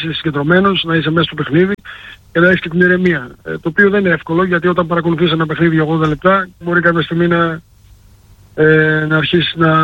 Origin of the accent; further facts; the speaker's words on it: Thessaloniki, Central Macedonia, Greece; Πάντα, πάντα. Η Θεσσαλονίκη είναι η πατρίδα μου, είναι ο τόπος που γεννήθηκα, εδώ μεγάλωσα, mm-hmm. η γειτονιά μου.